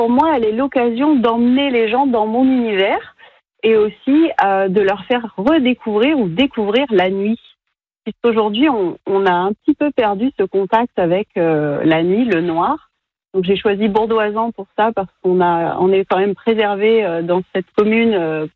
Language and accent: French; France